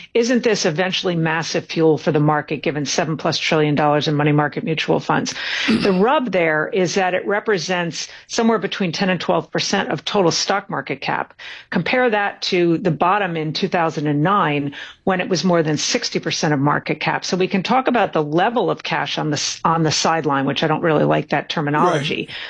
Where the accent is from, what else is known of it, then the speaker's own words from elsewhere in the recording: Norway; I went to my home country, Tom. I went to Norway.